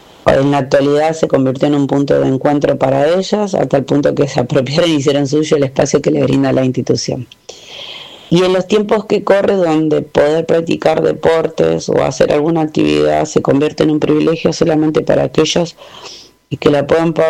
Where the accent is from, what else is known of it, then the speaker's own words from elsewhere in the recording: Florencio Varela, Buenos Aires Province, Argentina; tengo 43 años de edad, soy de Florencio Varela y entrenadora de Newcom.